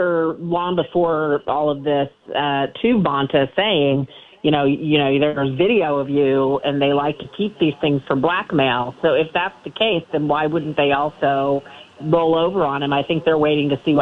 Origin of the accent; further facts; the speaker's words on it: California, United States; I'm born and raised in California, in the Bay Area.